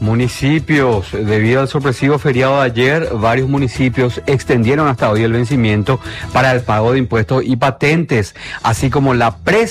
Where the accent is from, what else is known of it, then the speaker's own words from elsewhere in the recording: Paraguay; parece que nosotros somos demasiado así de Paraguay